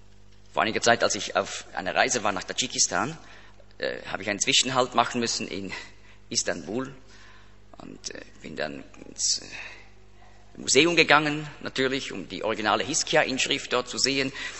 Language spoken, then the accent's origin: German; Switzerland; Er ist ja auch in der Schweiz, da ganz nahe, da wo ich aufgewachsen bin, ist er da über die Limmat, da hat jetzt noch ein Gedenkstein.